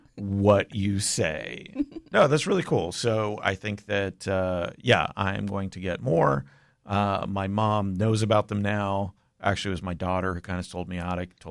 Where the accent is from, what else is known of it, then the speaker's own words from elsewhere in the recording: Canada; moved away; I'm Canadian